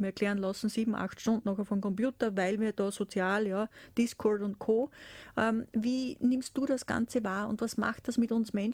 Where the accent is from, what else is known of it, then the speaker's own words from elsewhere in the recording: Austria; Da hat es auch bei uns in Österreich eine Studie gegeben